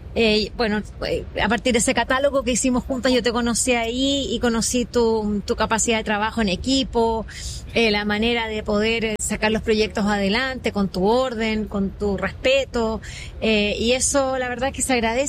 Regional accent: Chile; nuestra memoria como chilenos

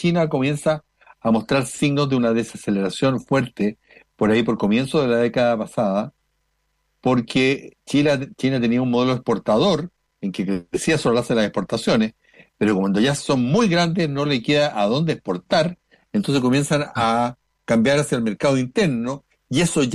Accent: Chile

